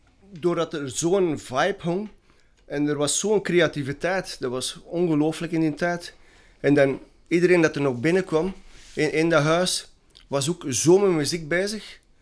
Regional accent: Antwerp, Flanders, Belgium; Want iedereen dacht hier, wow, wij zijn wel van Antwerpen. Ja, oké. Ja. We zijn wel van Antwerpen.

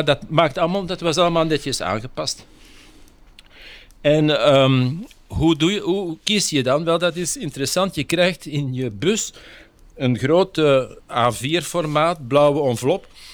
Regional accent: Belgium; now in Czech Republic

